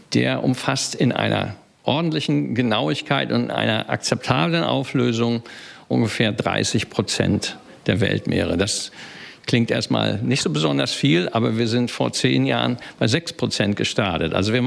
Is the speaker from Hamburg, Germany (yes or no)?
yes; Hamburg, Germany; Und als Hamburger weiß man